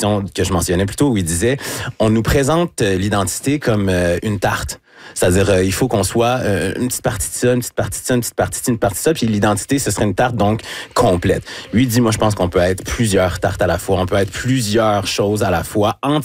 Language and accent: French; Quebec City, Quebec, Canada; born there; Je suis né à Québec, à l'hôpital Saint-Sacrement. Mes deux parents étaient étudiants à l'Université Laval.